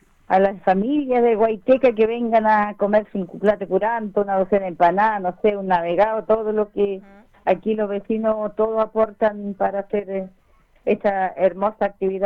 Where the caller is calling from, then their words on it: Chile; como buen chileno todo se hace a la última hora.